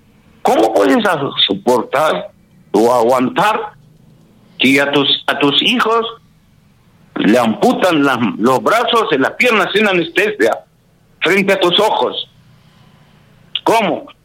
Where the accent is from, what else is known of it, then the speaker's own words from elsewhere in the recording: Bethlehem, West Bank, Palestine; now in Callao, Peru; Nosotros somos creyentes, nosotros los palestinos, la mitad somos cristianos de Cristo.